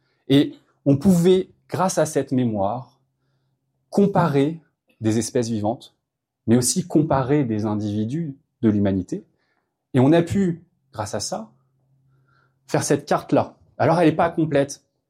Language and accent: French; Pau, Nouvelle-Aquitaine, France; born there; Et moi, je suis né à Pau.